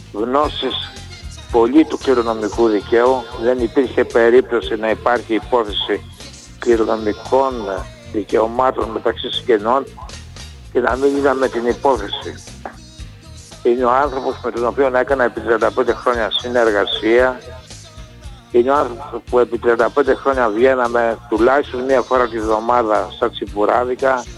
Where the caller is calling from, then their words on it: Kanalia, Thessaly, Greece; αναφέρθηκες στα μέρη μου τα αγαπημένα, κανάλια, κάπουρνα, κερασιά.